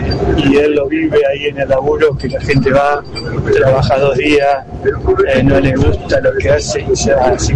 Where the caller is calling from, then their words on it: Buenos Aires Province, Argentina; Yo soy del interior de la provincia de Buenos Aires